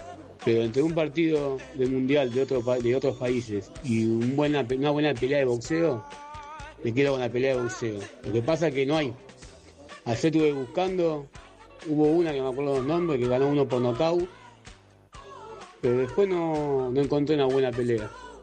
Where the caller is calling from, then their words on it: Buenos Aires, Argentina; de Boedo y mi último tres números, 463.